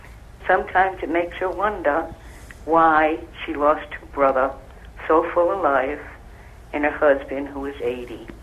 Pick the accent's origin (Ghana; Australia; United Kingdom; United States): United States; Rhode Island; I'm from Rhode Island.